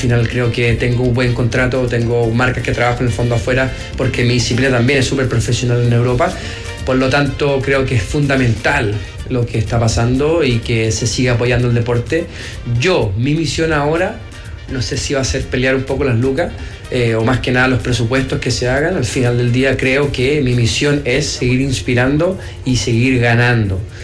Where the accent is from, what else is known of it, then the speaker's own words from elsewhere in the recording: Chile; reunirnos como chilenos